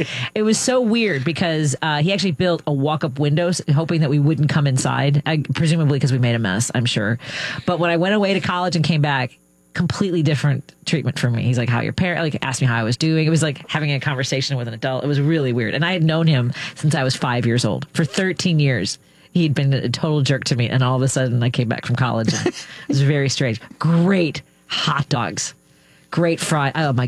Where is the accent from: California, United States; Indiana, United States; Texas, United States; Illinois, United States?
Illinois, United States; Norwood; I grew up in Norwood, yeah. But okay. I grew up in a one bedroom apartment above what was a paint.